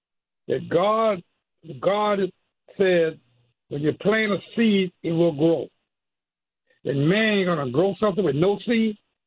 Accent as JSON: {"language": "English", "region": "the South", "country": "United States", "said": "I'm from the South. And I know I've had milk I keep for days"}